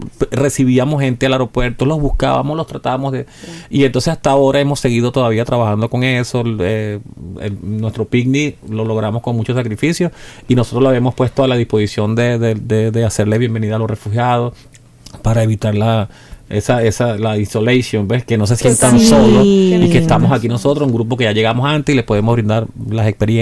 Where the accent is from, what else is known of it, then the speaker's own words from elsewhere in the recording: Venezuela; moved away as an adult; como venezolanos tenemos un dolor muy fuerte porque nos duele el alma de ver a nuestro país deshecho.